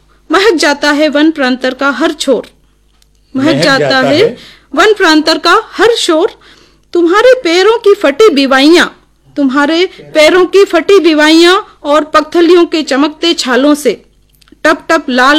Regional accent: Jhabua district, Madhya Pradesh, India; चूंकि मैं झाबुआ जिले से हूँ

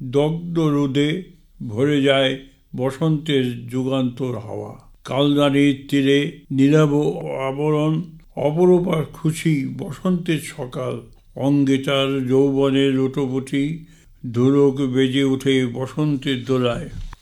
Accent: West Bengal, India; আমি ডুয়ার্সের ভূমিপুত্র হিসাবে

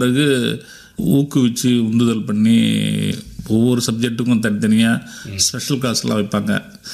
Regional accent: Vanathirayanpettai, Tamil Nadu, India; கடலூர் மாவட்டம் காட்டுமன்னார் தாலுக்கா குமராட்சி அருகில் உள்ள வானதிராயன்பேட்டை குக்கிராமத்தில் பிறந்தேன் சார். அதுக்கு பக்கத்தில் உள்ள கிராமத்தில் 5வது வரைக்கும் படித்தேன் சார்.

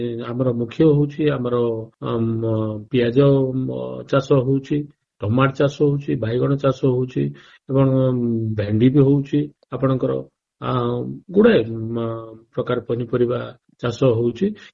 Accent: Bhairab Singhpur, Odisha, India; ମୋ ଗାଁ ନାଁ ହଉଛି ଭୈରବ ସିଂହପୁର, ଜିଲ୍ଲା କୋରାପୁଟ।

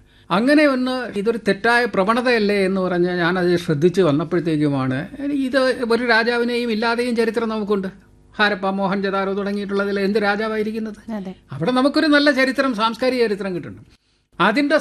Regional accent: Kerala, India; അപ്പോൾ അത്തരം ഒരു സംഘത്തിൽ മലയാളി എന്ന നിലയിൽ ഞാൻ ഉൾപ്പെട്ട് നിൽക്കുകയാണ്.

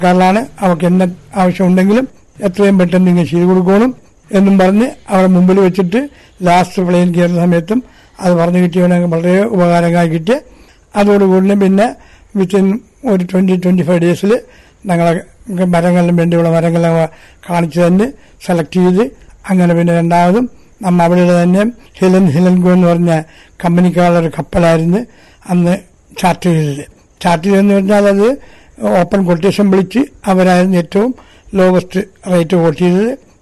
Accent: Kerala, India; ഞാൻ കവർച്ചി തന്നെ ജനിച്ച് കവർച്ചി തന്നെ വളർന്ന് പഠിച്ച മാത്രം college education Kozhikode government arts and science കോളേജിലാണ് നടന്നത്.

